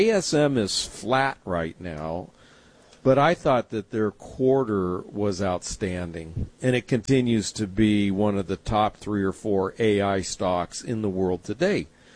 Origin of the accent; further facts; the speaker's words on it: West Coast, United States; Barry, now I grew up on the West Coast